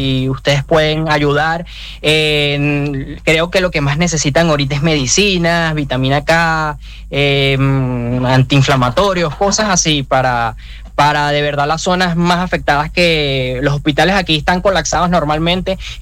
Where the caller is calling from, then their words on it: Venezuela; como un venezolano más